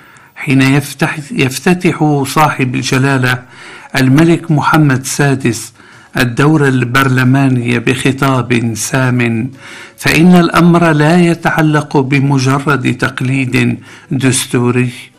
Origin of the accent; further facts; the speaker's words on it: Morocco; حفظ الله بلدنا المغرب